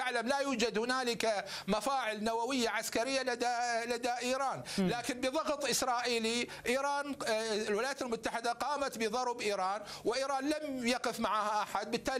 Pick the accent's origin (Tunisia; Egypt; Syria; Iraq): Iraq; نحن عراقيين ونحن ندافع عن أرضنا وعن شعبنا.